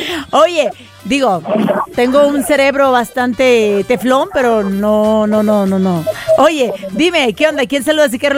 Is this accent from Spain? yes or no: no; Mexico; ¿Cómo somos los mexicanos?